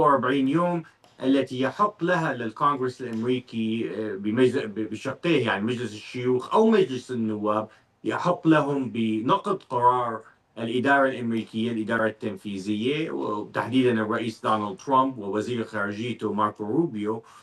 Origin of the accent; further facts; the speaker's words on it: Syria; أنا كسوري